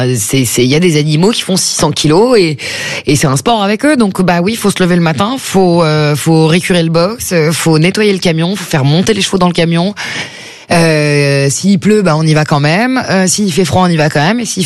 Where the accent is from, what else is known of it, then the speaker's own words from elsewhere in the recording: Le Chesnay, Île-de-France, France; born there; now in Paris, France; Ce que je trouve fou aujourd'hui en tant que parisienne, je me dis, mais j'aurais dû me rendre compte de la chance que j'avais d'avoir vraiment mes poneys à 200 mètres de chez moi. C'est là où je vous dis que la vie au Chênay, c'est pas la même qu'une vie parisienne, même si on n'est pas très loin.